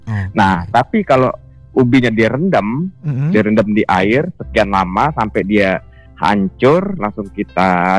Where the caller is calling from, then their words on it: Deniang, Bangka Belitung Islands, Indonesia; kami di Deniang ini